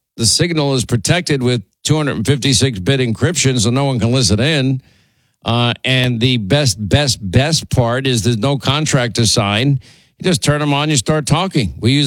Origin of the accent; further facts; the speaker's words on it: New York, United States; accent: New York; when I didn't realize how thick my New York accent was until I was in Huntsville, Alabama.